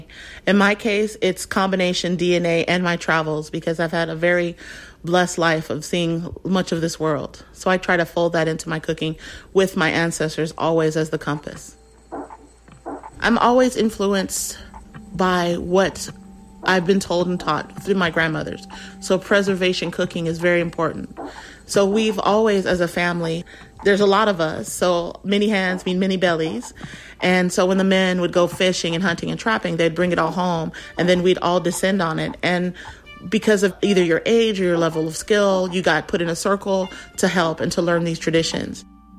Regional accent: Louisiana, United States; We are Creoles from Louisiana by way of St. Kitts and Belize.

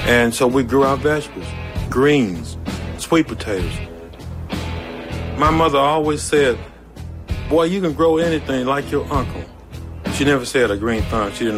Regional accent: Mississippi, United States; I was born in Mississippi in Sunflower County. We lived on property owned by whites, and this is what we did. We went to the fields.

